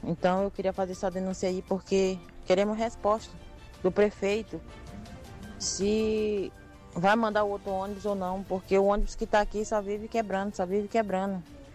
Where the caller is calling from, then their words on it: Mucajaí, Roraima, Brazil; Eu sou daqui da Vila Samaúma, vicinal 6.